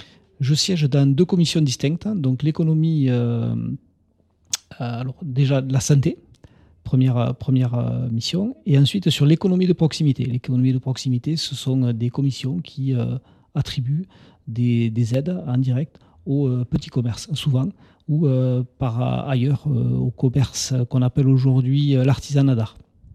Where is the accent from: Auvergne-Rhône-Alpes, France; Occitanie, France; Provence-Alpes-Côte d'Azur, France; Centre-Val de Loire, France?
Occitanie, France; Tarascon-sur-Ariège; born there; donc je suis né à Tarascon, j'ai fait des études à Toulouse dans l'hôtellerie